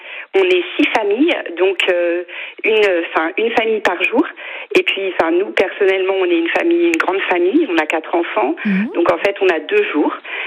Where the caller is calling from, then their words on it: Pacé, Brittany, France; On est à Passé.